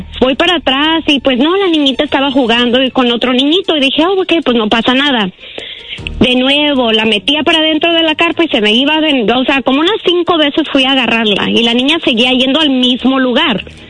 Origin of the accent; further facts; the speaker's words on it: Michoacán, Mexico; now in Fresno, United States; Yo soy de Michoacán, pero mis papás migraron acá a la área de Fresno y vivo en Fresno